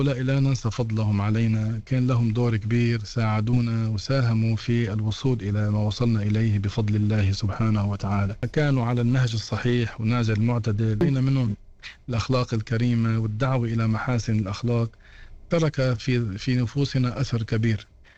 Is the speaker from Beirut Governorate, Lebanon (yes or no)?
yes; Beirut, Beirut Governorate, Lebanon; also born or lived in Meknes, Morocco; نشأت في بيروت بأسرة يعني متواضعة، بحب العلم والعلماء، محافظين على كثير من الطاعات